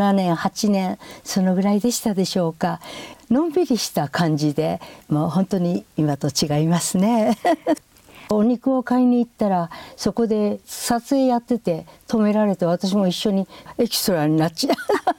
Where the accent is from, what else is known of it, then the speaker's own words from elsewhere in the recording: Kobe, Hyogo, Japan; born there; はい、神戸の生まれなんですけれども、終戦が6歳でしたので、